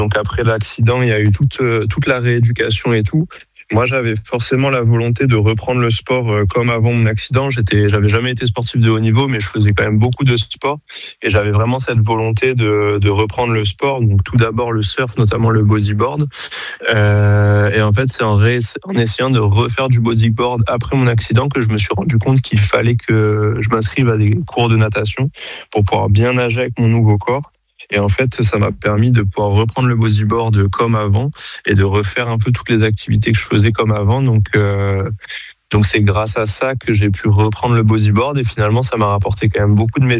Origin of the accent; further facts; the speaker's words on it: Réunion; now in Gironde, France; à l'île de La Réunion, dont je suis originaire.